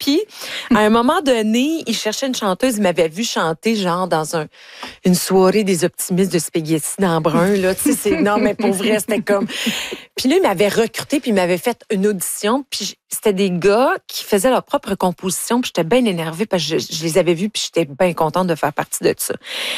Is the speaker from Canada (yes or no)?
yes; Ontario, Canada; moved away; moi, je viens de l'Ontario.